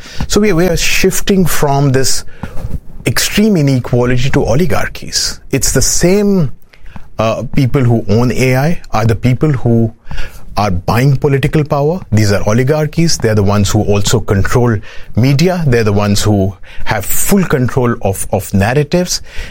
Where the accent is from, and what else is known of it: India